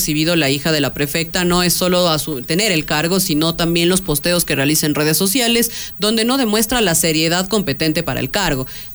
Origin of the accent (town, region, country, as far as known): Ecuador